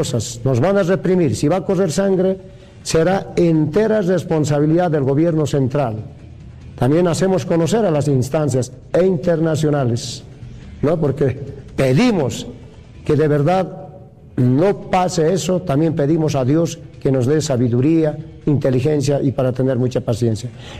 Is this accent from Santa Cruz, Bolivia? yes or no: no; La Paz, Bolivia; Seremos nacionales, pero somos de La Paz.